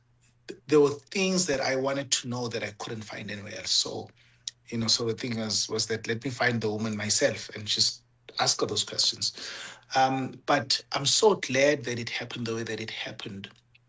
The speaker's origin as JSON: {"language": "English", "region": "Mpumalanga", "country": "South Africa", "tie": "born or raised there", "said": "as a teenage boy growing up in Mpumalanga"}